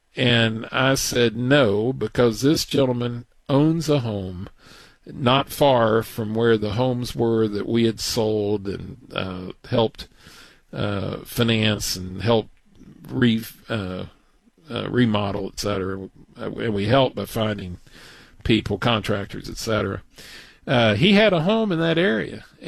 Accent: Texas, United States; I'm from Texas, so I can say it that way.

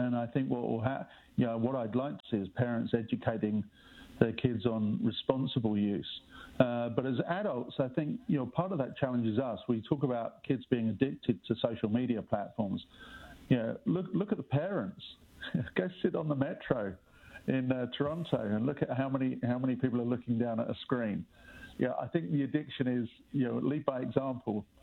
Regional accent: England, United Kingdom; accent: English; with my accent, I'm English.

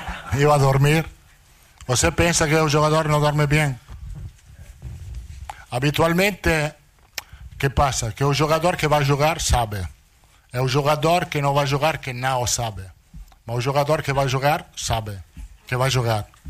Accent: Italy; Portuguese is a second language

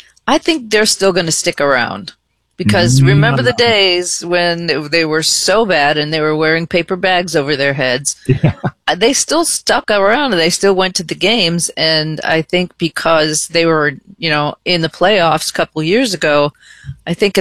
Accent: Glendale, Arizona, United States; moved away; at State Farm Stadium in Glendale, my hometown.

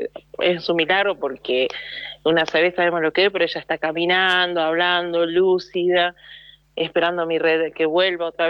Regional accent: Rosario de la Frontera, Salta, Argentina; also born or lived in Las Grutas; now in Bahía Blanca, Argentina; Soy oriunda de Rosario, sí.

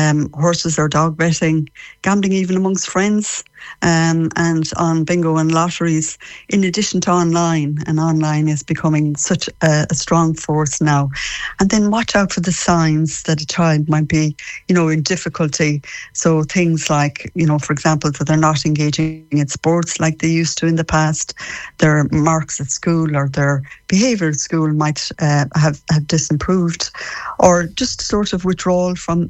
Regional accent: Mayo, Connacht, Ireland; moved away; I'm a Mayo woman myself.

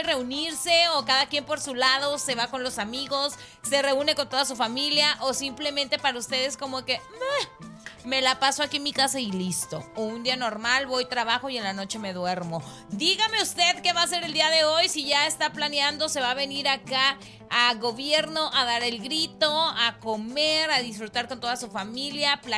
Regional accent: Mexico; vamos a dar el grito como buenos mexicanos

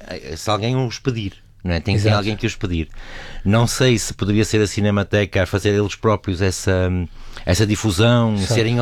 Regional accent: Porto, Portugal; Há salas de cinema, por exemplo, a sala de cinema que eu ia era no Bonfim, que é a freguesia ao lado, não é? Não era na minha freguesia.

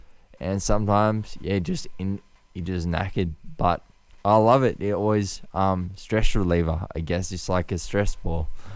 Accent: Australia; I am Australian, and just because we're in a spot of bother right now doesn't mean we should jump ship.

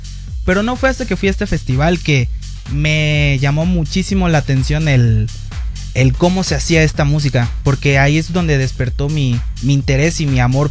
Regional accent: Veracruz, Mexico; yo soy de Veracruz

